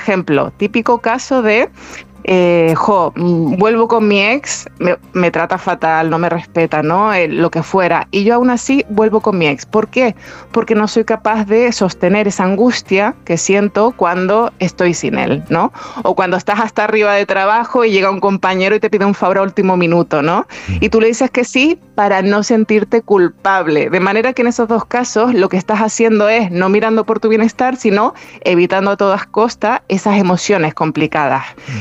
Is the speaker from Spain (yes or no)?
yes; Canary Islands, Spain; accent: Canarian; que yo soy con mi canario me sale pozo